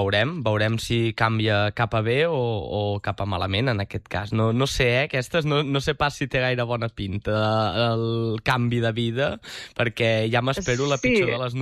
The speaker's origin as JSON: {"language": "Catalan", "town": "Barcelona", "region": "Catalonia", "country": "Spain", "said": "Bueno, jo sóc de Barcelona i precisament aquesta pregunta l'hem formulat degut a la tràgica mort d'aquest noi de 15 anys."}